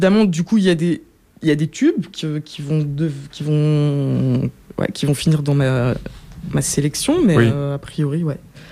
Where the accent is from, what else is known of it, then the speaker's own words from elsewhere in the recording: Brussels, Belgium; Je suis bruxelloise.